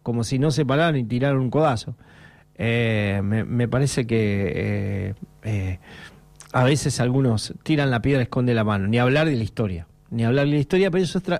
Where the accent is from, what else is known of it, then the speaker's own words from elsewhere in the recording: Argentina; De cómo somos los argentinos.